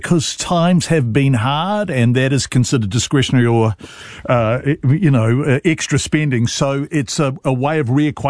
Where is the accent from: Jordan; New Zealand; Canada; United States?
New Zealand; Wellington; When I was growing up in Wellington